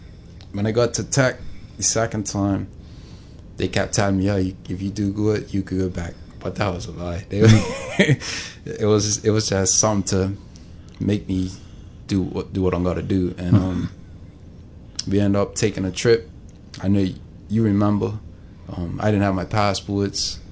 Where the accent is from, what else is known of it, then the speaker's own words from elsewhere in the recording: Bermuda; me and my friends growing up in Audra